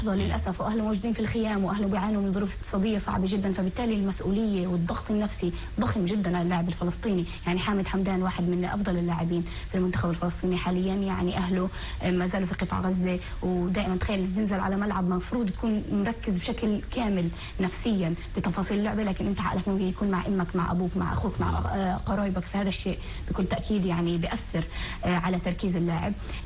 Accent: Palestine; إحنا عندنا الفلسطيني في كل محل هو سفير، يعني بالنهاية احنا بنمثل هويتنا.

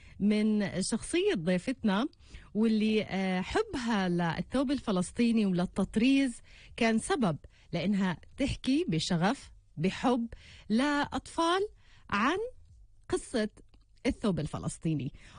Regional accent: Palestine; وثوبنا الفلسطيني

